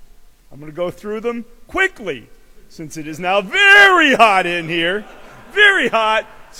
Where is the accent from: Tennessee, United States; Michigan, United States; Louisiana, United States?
Michigan, United States; Detroit; now in Seattle, United States; I'm from Detroit. I identify as being from Detroit.